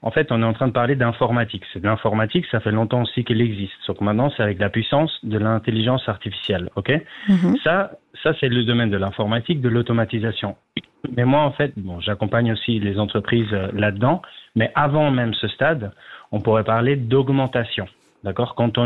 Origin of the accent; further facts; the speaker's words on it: Switzerland; ce qu'on appelle chez nous en Suisse les seniors, ça veut dire les 55 plus, j'y suis bientôt